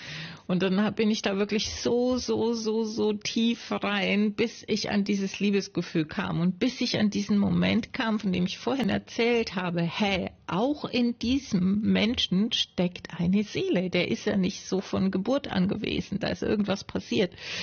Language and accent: German; Nuremberg, Bavaria, Germany; born there; moved away as an adult; ich bin in Nürnberg geboren